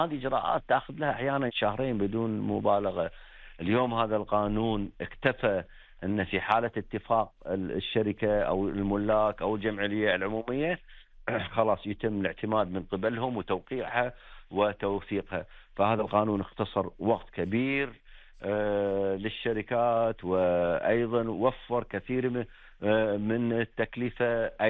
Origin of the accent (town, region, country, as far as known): Kuwait